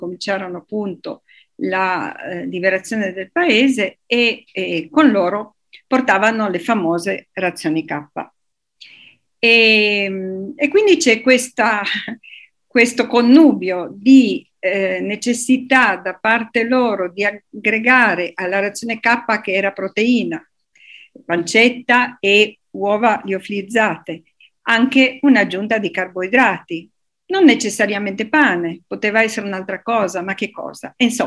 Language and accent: Italian; Turin, Piedmont, Italy; Io sono di Torino e quindi diciamo vicina ad altro tipo di ricette, di tipi di primi piatti